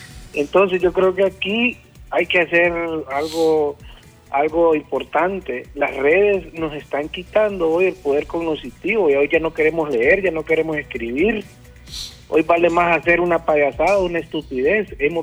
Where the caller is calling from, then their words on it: Comayagüela, Francisco Morazán, Honduras; Yo tengo 44 años y los mismos problemas que han habido, yo soy de Tegucigalpa, de Comayagüela